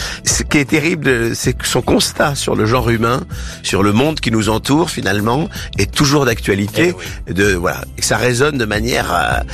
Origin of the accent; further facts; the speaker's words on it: Asnières-sur-Seine, Île-de-France, France; born there; Je suis né le 22 à Asnières, le 22 septembre à Asnières-sur-Seine